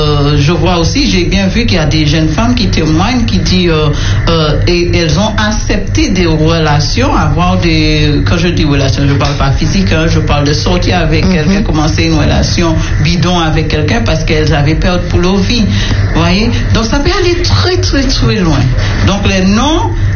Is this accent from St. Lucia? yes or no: yes; St. Lucia; now in Martinique; je suis de l'île de Sainte-Lucie. Je viens de l'île de Sainte-Lucie et je suis bien adopté ici en Martinique et je suis l'enfant de Martinique maintenant.